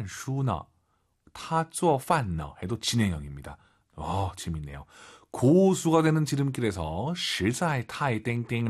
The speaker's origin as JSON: {"language": "Korean", "country": "South Korea", "said": "우리 한국인 입장에서는"}